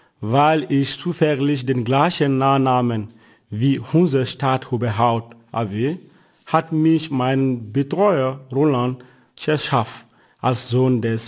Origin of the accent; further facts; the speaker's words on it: Fegesedu, North, Côte d’Ivoire; Ich stamme aus Fegesedu im Norden der Elfenbeinküste und ich bin mit 5 Geschwistern aufgewachsen.